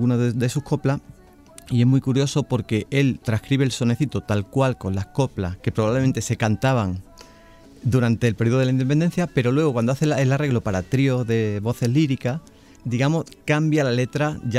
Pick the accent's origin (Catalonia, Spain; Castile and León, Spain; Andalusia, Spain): Andalusia, Spain; Seville; yo soy de Sevilla también, éramos paisanos.